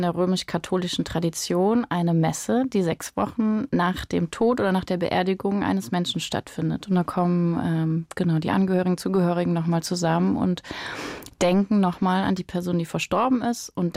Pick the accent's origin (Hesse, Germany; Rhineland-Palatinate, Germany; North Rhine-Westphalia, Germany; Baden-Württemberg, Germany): North Rhine-Westphalia, Germany; Erkelenz; Erkelenz ist meine Heimatstadt